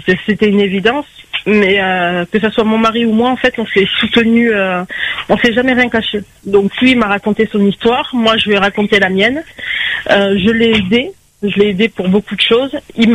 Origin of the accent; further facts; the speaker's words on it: Nouvelle-Aquitaine, France; parce que j'habite à 2 heures, hein, parce que je suis des Landes, j'habite à 2 heures de là où Liana était.